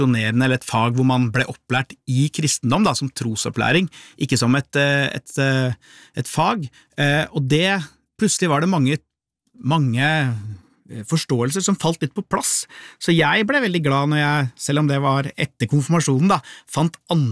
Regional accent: Lier, Buskerud, Norway; i hvert fall der jeg vokste opp i Lier.

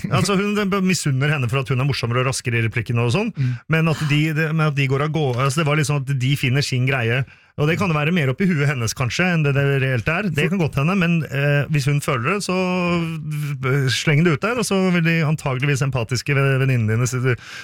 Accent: Finland; Norwegian is a second language; Jeg er finsk, vet du.

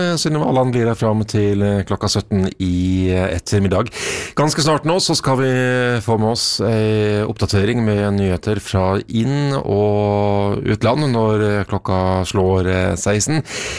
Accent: Harstad, Troms, Norway; now in Bergen, Norway; født og oppvokst i Harstad, bosatt i Bergen

